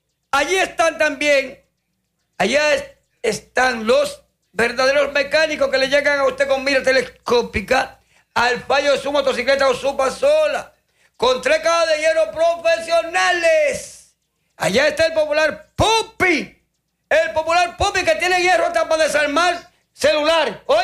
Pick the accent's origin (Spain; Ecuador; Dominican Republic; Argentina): Dominican Republic; que somos vecinos de Tierra Dura.